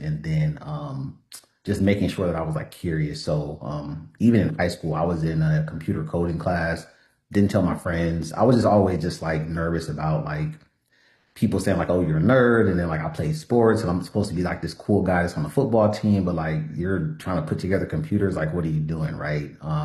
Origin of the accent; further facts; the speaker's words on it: Los Angeles, California, United States; I grew up in South Central LA, first college generation of graduate.